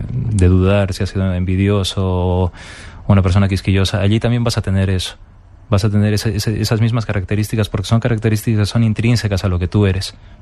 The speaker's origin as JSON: {"language": "Spanish", "country": "Peru", "moved": "yes", "lives_now": "Madrid, Spain", "said": "yo soy de Perú y mi abuela falleció en Arequipa, en el sur de Perú, y yo estaba aquí en Madrid."}